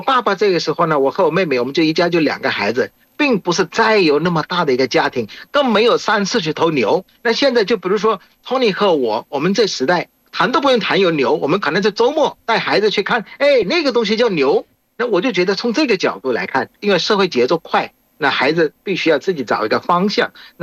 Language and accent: Chinese; Bangladesh; Chinese is a second language; 我是来自于孟加拉国的